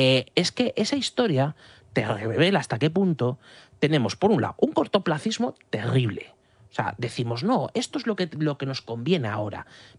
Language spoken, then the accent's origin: Spanish; Castilla-La Mancha, Spain; en mi tierra, en La Mancha